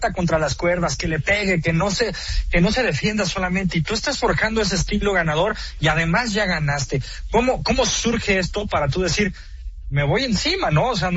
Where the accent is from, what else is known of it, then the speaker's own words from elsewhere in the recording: Toluca, State of Mexico, Mexico; yo soy de Toluca, no le voy al Toluca, pero soy de Toluca